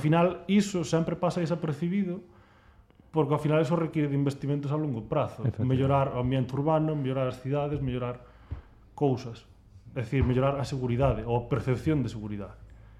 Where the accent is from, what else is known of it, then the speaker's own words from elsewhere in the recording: Laxe, Galicia, Spain; Ya son de Laxe.